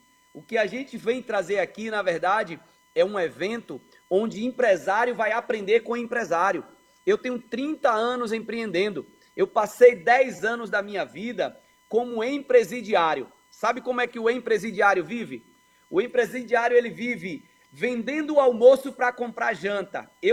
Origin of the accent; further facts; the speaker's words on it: Bahia, Brazil; como baiano que sou